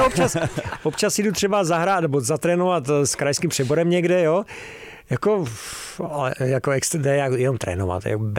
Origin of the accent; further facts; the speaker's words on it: Hradec Králové, Hradec Králové Region, Czechia; also born or lived in Havlíčkův Brod; já jsem vyrůstal v Hradci, narodil jsem se v Brodě, ale hrál jsem za Duklu Jihlava